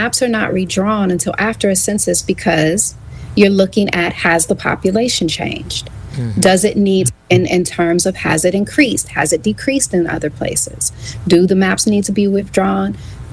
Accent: Jackson, Mississippi, United States; You know, I'm a Mississippian. I'm from Mississippi. I live in Mississippi. Jackson is my home.

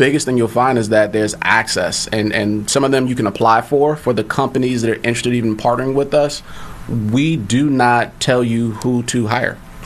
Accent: Philadelphia, Pennsylvania, United States; That wasn't how I was raised in Philly.

